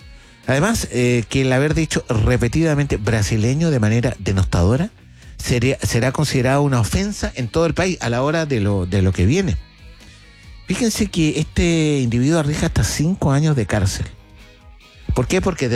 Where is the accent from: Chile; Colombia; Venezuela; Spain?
Chile; ¿Somos racistas los chilenos, no?